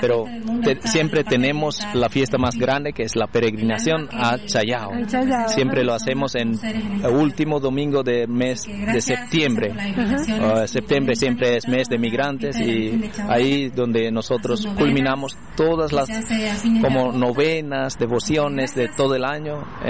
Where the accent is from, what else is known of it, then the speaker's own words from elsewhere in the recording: Indonesia; Spanish is a second language; moved away as an adult; also born or lived in Colombia; now in Mendoza, Argentina; yo soy de Indonesia, sí, en Asia. Y bueno, llegué acá en Mendoza hace 2 años justamente.